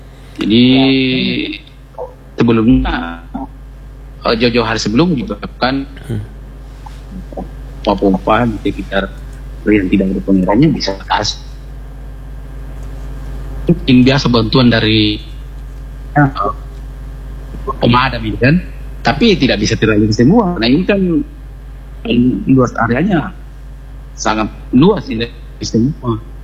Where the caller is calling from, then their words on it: South Sulawesi, Indonesia; Di Kabupaten Pintrang, kalau di daerah saya di Kecamatan Lembang ini termasuk ya, kecamatan yang paling parah ya, karena di sini tidak dapat pengairan.